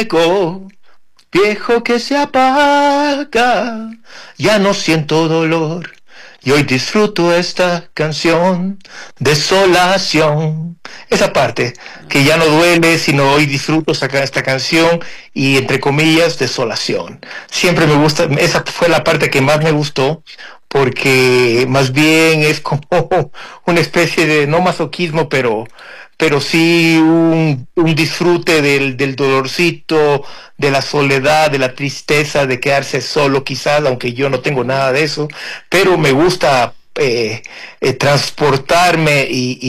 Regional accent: Ecuador; me vayan ya identificando como artista ecuatoriano

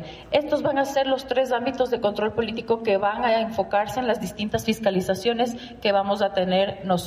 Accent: Ecuador

